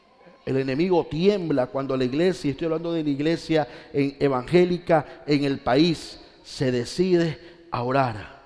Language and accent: Spanish; Ecuador; yo puedo tener derecho de pedirle a Dios orando, Señor, sana mi tierra, bendice al Ecuador.